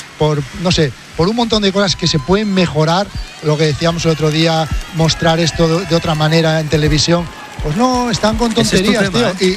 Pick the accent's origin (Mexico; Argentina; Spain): Spain; Asturias; born or raised there